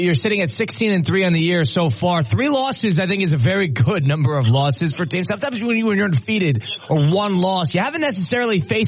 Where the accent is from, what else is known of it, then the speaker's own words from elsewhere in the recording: Connecticut, United States; also born or lived in Wisconsin; now in Florida, United States; I grew up in the Connecticut area, so I grew up in an area where lacrosse is basically the capital.